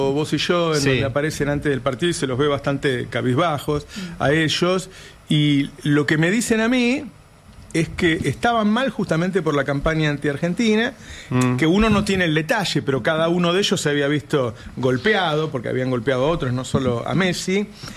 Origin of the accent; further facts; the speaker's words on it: Madrid, Community of Madrid, Spain; Yo soy de Madrid.